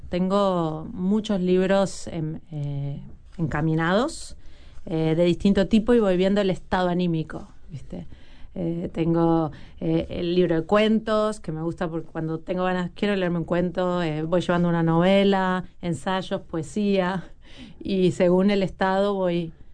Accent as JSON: {"language": "Spanish", "region": "Montevideo", "country": "Uruguay", "tie": "born or raised there", "said": "yo nací en El Cordón, esa era mi calle, Chanay Jackson"}